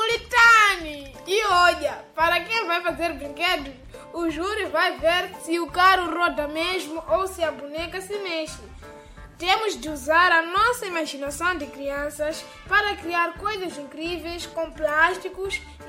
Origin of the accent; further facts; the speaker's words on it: Tete, Mozambique; accent: Tete; as nossas línguas locais são tão espertas que pegaram em palavras de fora e deram-lhe o nosso sotaque de Tete.